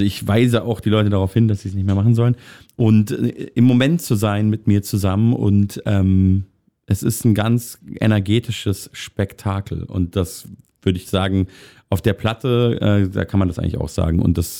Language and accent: German; Munich, Bavaria, Germany; now in Berlin, Germany; weil ich komme ja aus München. Ich wohne jetzt, wie lange wohne ich in Berlin? Gute 10 Jahre so langsam.